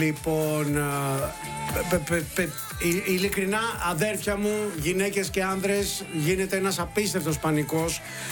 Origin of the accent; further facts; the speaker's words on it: Molaoi, Peloponnese, Greece; Αλλά από το σόι της μητέρας μου … εγώ έχω μεγαλώσει ασφαλώς στους Μολάους που είναι λακεδαιμονία καθαρά.